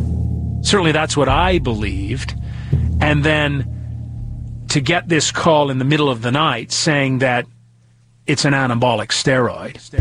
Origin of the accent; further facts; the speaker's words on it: Canada; I'm also Canadian.